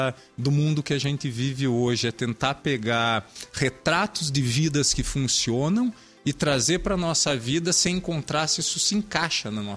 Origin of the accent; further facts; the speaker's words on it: Brazil; now in United States; um prazer estar aqui de novo na minha terra natal, estar em casa de volta.